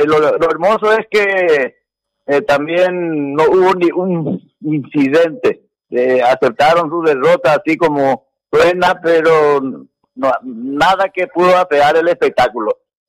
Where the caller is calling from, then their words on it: Encarnación, Itapúa, Paraguay; todos somos al final de Itapúa y Encarnación